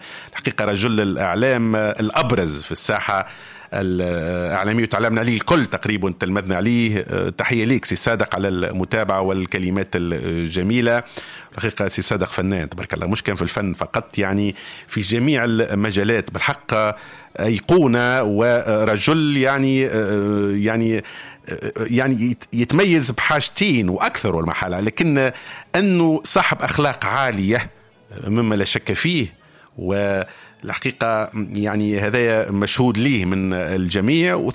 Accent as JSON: {"language": "Arabic", "country": "Tunisia", "accent": "Tunisian"}